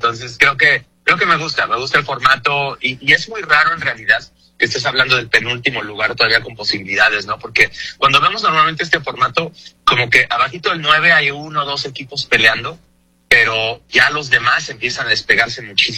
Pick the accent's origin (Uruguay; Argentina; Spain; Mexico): Mexico; yo crecí en México